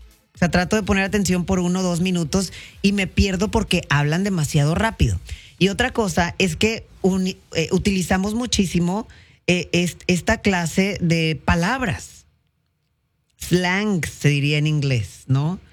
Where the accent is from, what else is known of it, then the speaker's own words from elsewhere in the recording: Mexico; como los mexicanos estamos en todas partes, hermana, los hispanos estamos en todas partes.